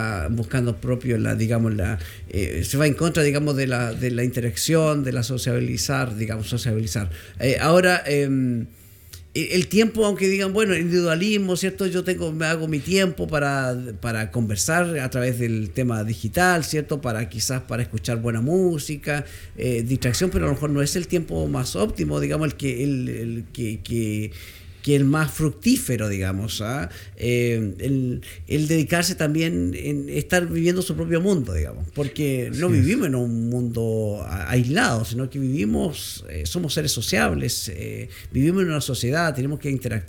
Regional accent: Chile; todos nos sentimos como todos somos rotos chilenos.

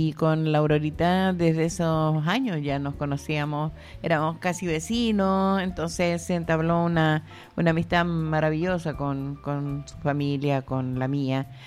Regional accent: Santa Cruz, O'Higgins, Chile; En Santa Cruz. Sí, correcto, mi ciudad natal.

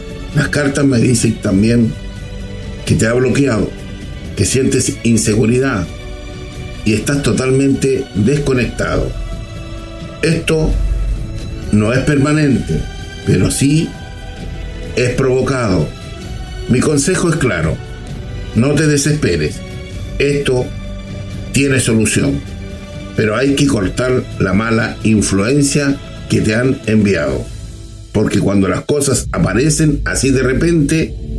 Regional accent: Chile; Soy humano, chileno

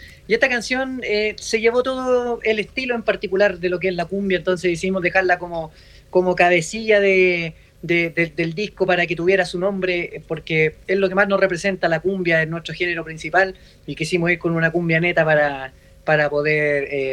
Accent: Araucanía, Chile; now in Santiago, Chile; somos oriundos de la comuna de Temuco y de Villarrica. Ambos vocalistas dueños del proyecto somos del sur de Chile. Y estamos radicados en Santiago.

